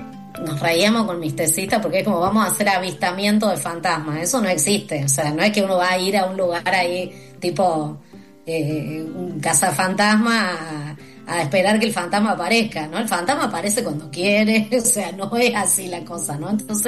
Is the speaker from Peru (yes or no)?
no; Jujuy, Argentina; Probablemente porque soy de Jujuy.